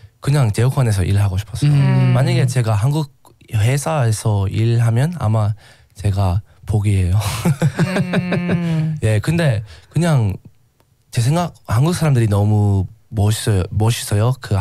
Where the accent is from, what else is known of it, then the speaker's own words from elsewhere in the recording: Australia; Korean is a second language; now in Sydney, Australia; 제가 호주 사람.